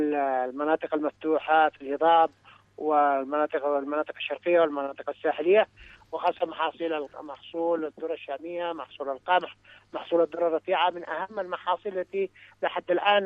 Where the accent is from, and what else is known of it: Yemen